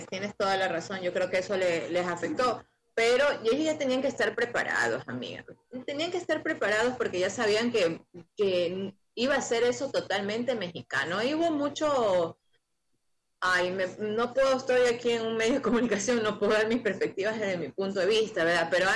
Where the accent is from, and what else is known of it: Ecuador